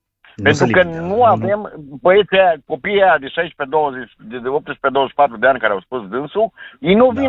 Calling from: Bihor County, Romania; sunt din Balcbihor.

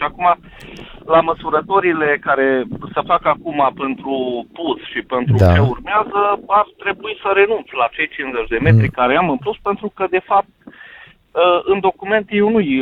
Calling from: Cluj-Napoca, Cluj County, Romania; sunt de la Cluj.

